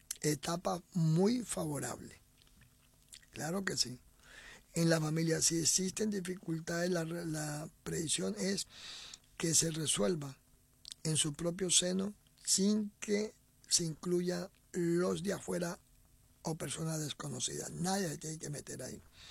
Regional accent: Tacuarembó, Uruguay; Me quiero ir por de mis padres. Yo soy de Tacuarembó. Él me tiene acá a mí, en el campo, en una distancia.

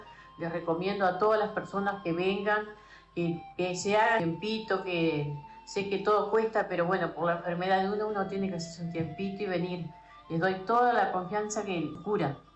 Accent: Villa Constitución, Santa Fe, Argentina; Soy de Constitución, Villa Constitución de Elsa Cáceres.

